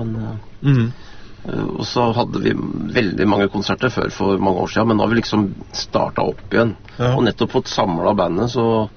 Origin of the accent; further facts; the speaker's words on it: Lørenskog, Akershus, Norway; moved away; så jeg kom jo egentlig fra, fra Lørenskog, jeg vokste opp da.